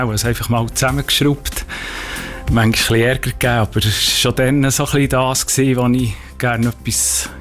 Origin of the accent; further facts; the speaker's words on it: Schangnau, Bern, Switzerland; Ich bin im Schangnau aufgewachsen, in einer Schreinerei.